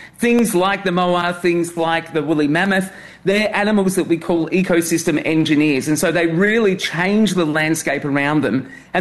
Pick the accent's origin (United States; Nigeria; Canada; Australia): Australia; the Tasmanian tiger is another one from my home country of Australia that we're working on.